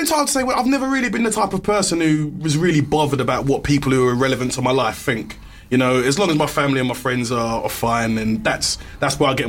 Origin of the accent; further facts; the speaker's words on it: Nigeria; now in United Kingdom; I'm a Nigerian.